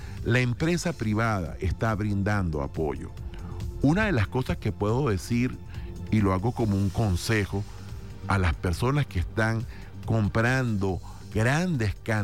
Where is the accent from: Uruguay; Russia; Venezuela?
Venezuela; vamos a enfocarnos como venezolanos en la tragedia